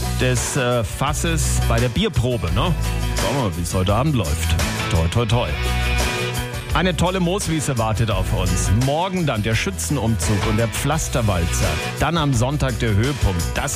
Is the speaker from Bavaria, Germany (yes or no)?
yes; Feuchtwangen, Bavaria, Germany; born there; ich bin gebürtiger Feuchtwanger.